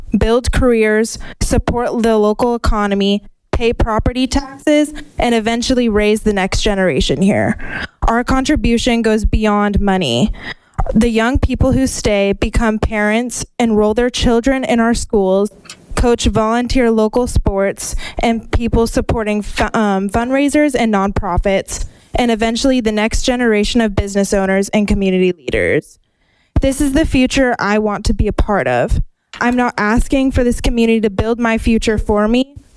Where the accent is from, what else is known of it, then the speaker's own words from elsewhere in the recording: Fairbanks, Alaska, United States; I was raised in Fairbanks. As a young woman, I want to continue building my life here.